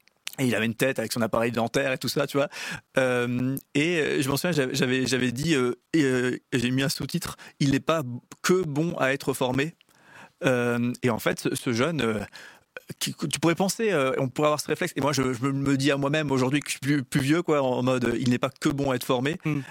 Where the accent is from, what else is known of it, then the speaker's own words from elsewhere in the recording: Strasbourg, Grand Est, France; Nous, ce studio est à Strasbourg. Moi, je viens de Strasbourg.